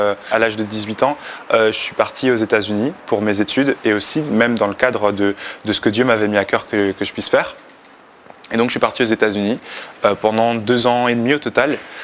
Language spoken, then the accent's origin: French; Belgium; now in Paris region, France; j'ai 24 ans, je viens de Belgique à la base et actuellement j'habite dans la région parisienne.